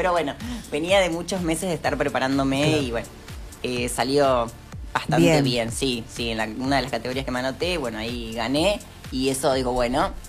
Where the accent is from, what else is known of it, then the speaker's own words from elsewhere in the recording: Argentina; porque fui la única argentina que fue.